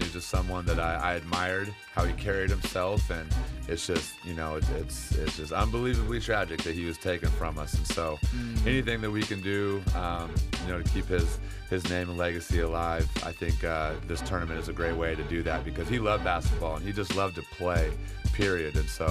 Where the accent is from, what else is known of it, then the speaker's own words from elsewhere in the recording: Mount Vernon, United States; I'm Mount Vernon born. I grew up on Blackburn Road, right by Jefferson. Played basketball at Hillcrest Park.